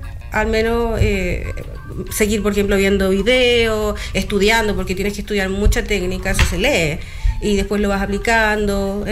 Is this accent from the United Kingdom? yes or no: no; Chile; moved away as an adult; also born or lived in United States; mi vida acá en Chile. Y a mí me gustan las cosas con balance, porque yo soy chilena.